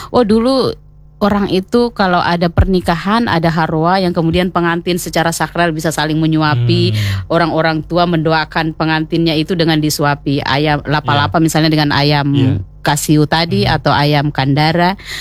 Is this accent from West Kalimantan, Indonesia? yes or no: no; Southeast Sulawesi, Indonesia; Dan cucur itu sebenarnya bagian dari identitas kita sebagai orang Muna, entah orang Buton